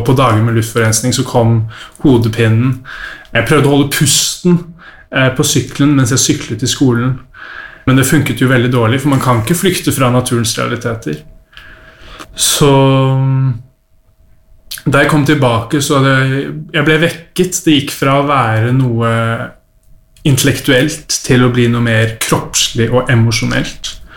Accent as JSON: {"language": "Norwegian", "region": "Oslo", "country": "Norway", "tie": "born or raised there", "said": "jeg ble født og oppvokst på Grønland i Oslo."}